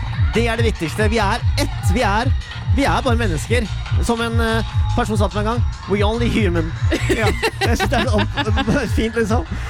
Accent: Alvdal, Innlandet, Norway; also born or lived in Tynset; for jeg lager også Pride der jeg kommer ifra, på Alvdal og Tynset.

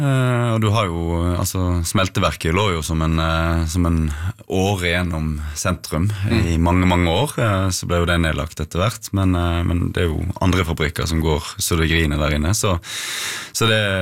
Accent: Odda, Vestland, Norway; når jeg vokste opp i Odda, så fantastisk plass å vokse opp. Trygt, godt, nærmeste nabo til fotballbanen.

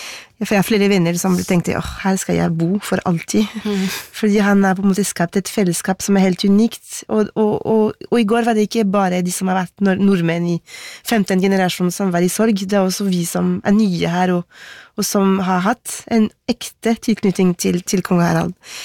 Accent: Paris, Île-de-France, France; now in Norway; da jeg vokste opp i Paris, hvor jeg ble forklart at vi franskmenn

